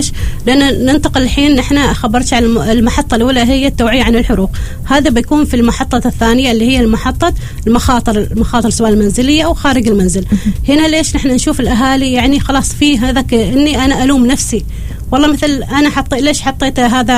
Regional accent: Oman; يعني نحن نعطيهم دعم نحن كعمانيين، يعني خاصة المرضى العمانيين محتاجين حد عماني يكلمهم

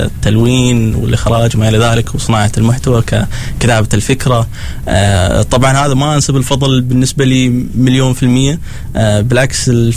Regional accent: Egypt; now in Oman; كوني أني أنا مصري بس أنا أتكلم عماني وعايش وسط العمانيين وعارف عاداتهم وتقاليدهم

